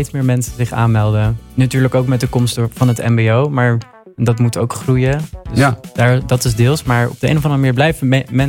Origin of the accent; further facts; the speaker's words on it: Leiden, South Holland, Netherlands; moved away; Ik kom wel uit Leiden. Mijn familie komt hier ook vandaan. Ik heb er niet altijd gewoond, maar ik ben nu weer terug.